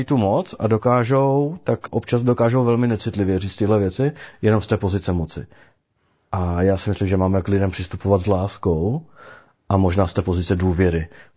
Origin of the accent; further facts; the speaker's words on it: Bruntál, Moravian-Silesian Region, Czechia; když ke mně přijde můj člen z Bruntálu a mluví se mnou, jak bych tak u nás na Bruntálsku řekli, na férovku, bez obalu